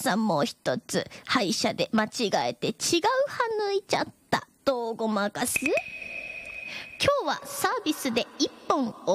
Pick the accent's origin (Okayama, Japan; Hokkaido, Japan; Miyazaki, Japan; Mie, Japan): Miyazaki, Japan; と同じ宮崎県出身でございます